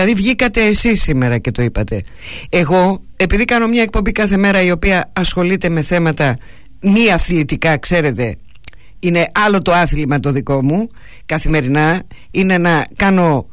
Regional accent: Patras, Western Greece, Greece; born there; moved away; γεννηθήκαμε με την Παναχαϊκή και μεγαλώσαμε με την Παναχαϊκή εδώ. Λοιπόν. Δεν έχει σημασία αν φύγαμε από την Πάτρα κάποια περίοδο.

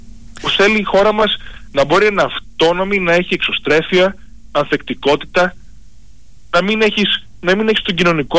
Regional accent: Greece; moved away; also born or lived in United States; Παραδέχομαι, όντως, 21 χρόνια ήμουν στην Αμερική. Αλλά, α, αγαπώ την πατρίδα μου

